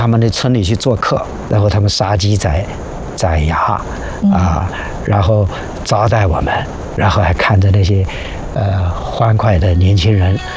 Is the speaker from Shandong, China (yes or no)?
no; Guangxi, China; born or raised there